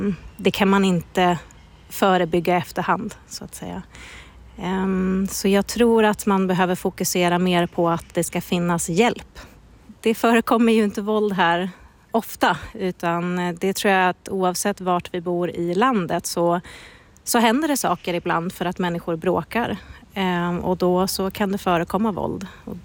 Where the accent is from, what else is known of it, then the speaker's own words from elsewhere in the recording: Norrland, Sweden; moved away; Jag kommer från Norrland